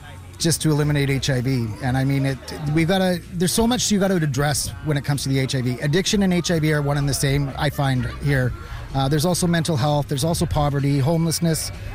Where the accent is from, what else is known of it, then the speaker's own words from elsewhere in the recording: Saskatchewan, Canada; moved away; I'm from northern Saskatchewan. I haven't been there in 20 years.